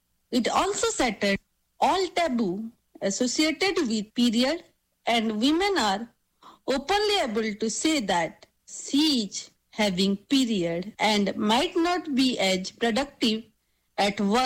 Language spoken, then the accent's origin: English; India; from India.